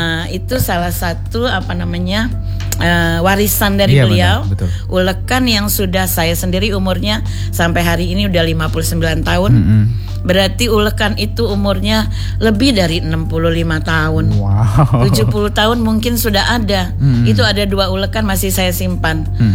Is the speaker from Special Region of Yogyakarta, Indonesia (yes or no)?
no; South Sumatra, Indonesia; Karena kita kebetulan dari Sumatera Selatan.